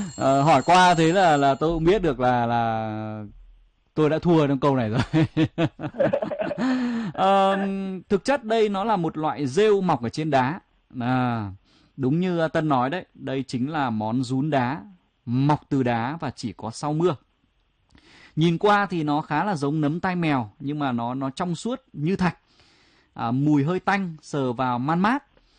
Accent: Nam Định, Vietnam; Đấy, nó là quê tôi nhưng mà là sau sáp nhập.

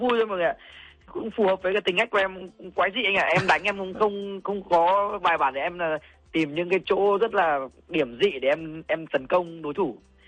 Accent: Triều Khúc, Hanoi, Vietnam; lần đầu tiên đó chính là quê hương em cũng là cái nôi sinh ra võ thuật cổ truyền

